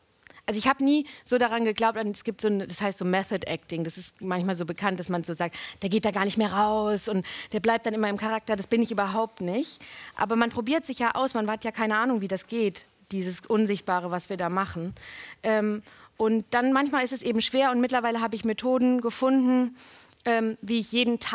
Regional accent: Frankfurt, Hesse, Germany; weil ich bin in Frankfurt aufgewachsen

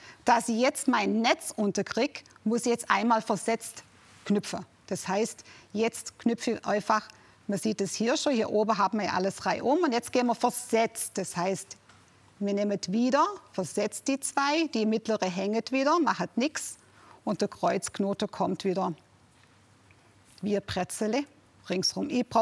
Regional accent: Flanders, Belgium; German is a second language; now in Swabia, Germany; Aber ich bin im Flämischen. Also wir sind Flamer.

